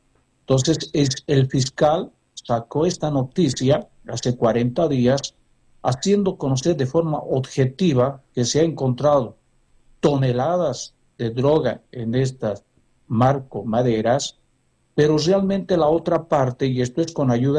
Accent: Bolivia; Acá, y nosotros como bolivianos, más bien no debemos apoyar al pueblo chileno

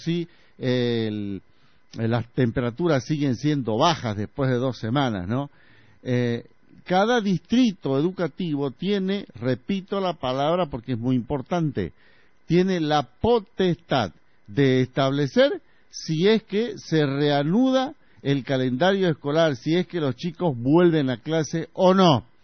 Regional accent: Bolivia; nosotros como bolivianos

